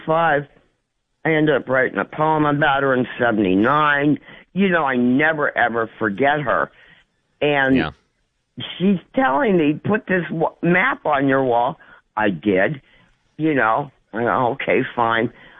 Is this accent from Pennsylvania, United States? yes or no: yes; Erie, Pennsylvania, United States; I'm from Erie, Pennsylvania.